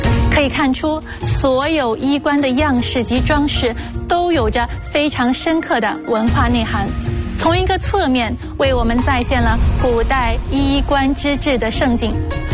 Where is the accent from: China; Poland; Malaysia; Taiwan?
China; 作为中国人啊